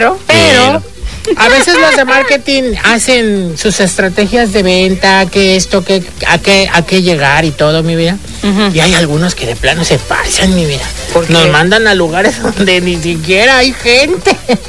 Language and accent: Spanish; Dominican Republic; moved away; Soy dominicana, pero como comida mexicana.